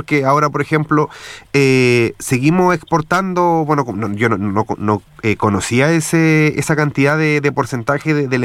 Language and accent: Spanish; Chile; a nosotros como chilenos y chilenas